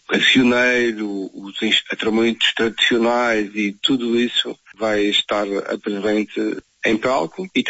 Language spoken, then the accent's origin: Portuguese; Madeira, Portugal; Vai celebrar a nossa identidade cultural como madeirenses